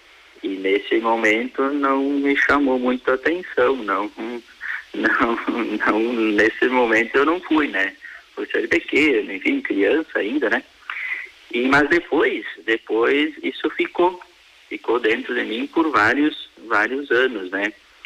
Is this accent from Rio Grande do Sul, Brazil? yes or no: yes; Marau, Rio Grande do Sul, Brazil; O que me chamava atenção lá na minha comunidade, lá onde eu nasci, né, aqui em Marau, Santo Agostinho